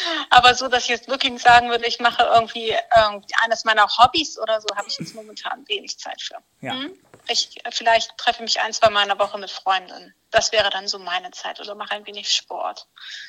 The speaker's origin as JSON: {"language": "German", "town": "Oldenburg", "region": "Lower Saxony", "country": "Germany"}